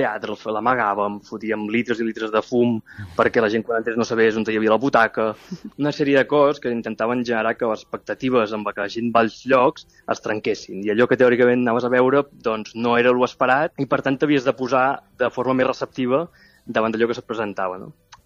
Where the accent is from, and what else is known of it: Mataró, Catalonia, Spain